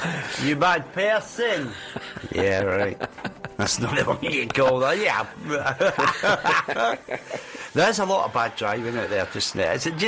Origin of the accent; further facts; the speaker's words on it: Glasgow, Scotland, United Kingdom; I was born and brought up in Glasgow